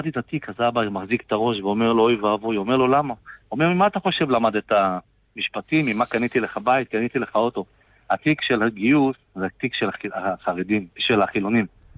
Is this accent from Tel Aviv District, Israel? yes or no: yes; Tel Aviv, Tel Aviv District, Israel; אני תל אביבי